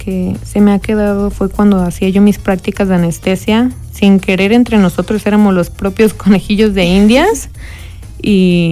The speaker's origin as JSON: {"language": "Spanish", "town": "Acatlán de Osorio", "region": "Puebla", "country": "Mexico", "tie": "born or raised there", "said": "yo soy originaria de Acatlán de Osorio y hay veces que aquí de repente me sale una que otra consulta, ¿no?"}